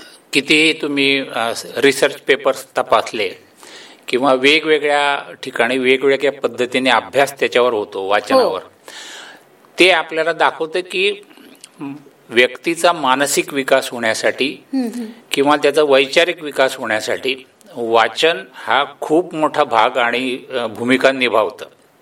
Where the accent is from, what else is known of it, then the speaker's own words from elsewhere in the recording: Parola, Maharashtra, India; moved away as an adult; now in Jalgaon, India; मी मूळचा पारोळ्याचा आहे